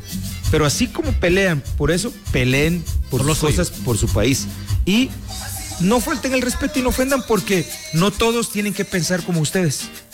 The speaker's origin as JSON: {"language": "Spanish", "country": "Guatemala"}